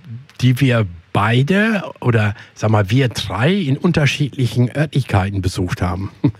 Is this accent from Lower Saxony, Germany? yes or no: yes; Ditzum, Lower Saxony, Germany; born there; die haben in meiner Geburtsstadt Ditzum im Saal Reiderland gespielt.